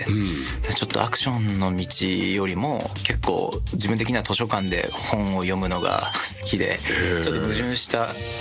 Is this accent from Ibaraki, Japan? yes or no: no; Hokkaido, Japan; 僕の故郷が北海道なので、